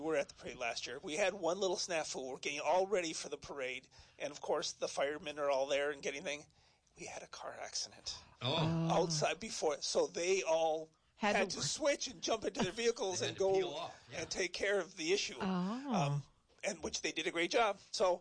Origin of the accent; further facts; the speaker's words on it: United States; moved away; I grew up 90 minutes away. I grew up in Nine River.